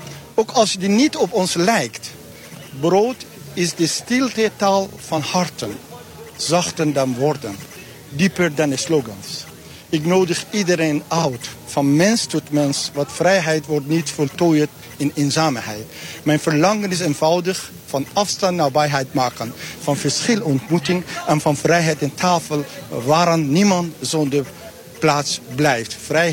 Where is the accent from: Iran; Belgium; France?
Iran; Dutch is a second language; moved away; Jullie kunnen van mijn accent horen. Ik kom uit Iran.